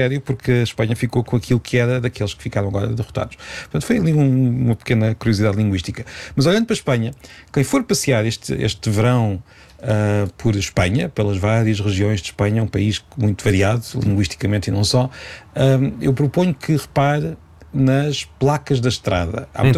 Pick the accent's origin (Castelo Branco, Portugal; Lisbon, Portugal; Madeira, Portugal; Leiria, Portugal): Leiria, Portugal; Peniche; eu sou de Peniche, tenho de dizer isto, no primeiro fim de semana de agosto temos as festas de Peniche.